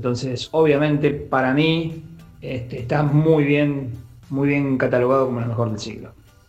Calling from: Santos Lugares, Buenos Aires Province, Argentina; de Santos Lugares.

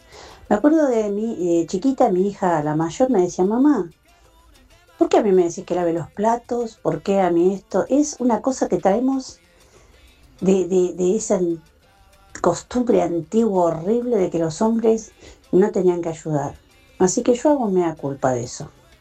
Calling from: Ezeiza, Buenos Aires Province, Argentina; de Seiza.

